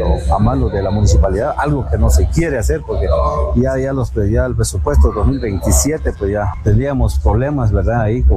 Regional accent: Lanquín, Alta Verapaz, Guatemala; o somos del área de Lanquín Seluc, ¿verdad?

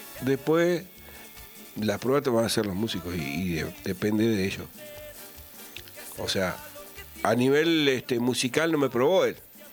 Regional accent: Montevideo, Uruguay

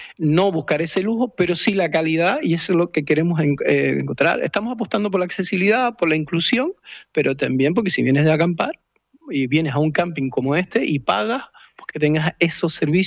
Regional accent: Canary Islands, Spain; moved away; cuando vine de La Gomera, estudié en el Padre Ancheta. Entonces, para diferenciarme del resto, todo el mundo

